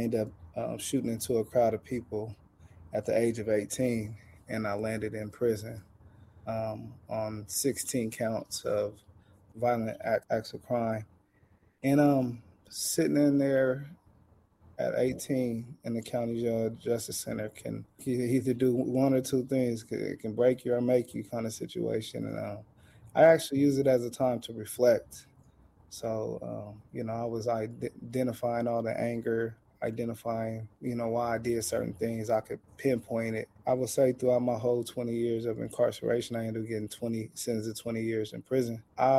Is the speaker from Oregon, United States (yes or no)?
yes; Portland, Oregon, United States; I'm from beautiful Portland, Oregon.